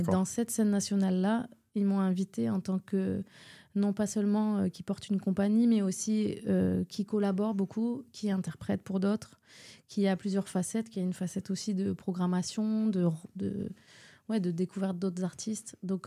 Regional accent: Occitanie, France; born or raised there

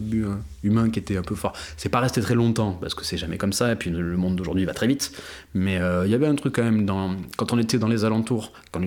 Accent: Marseille, Provence-Alpes-Côte d'Azur, France; c'est pas que parce qu'on est des Marseillais.

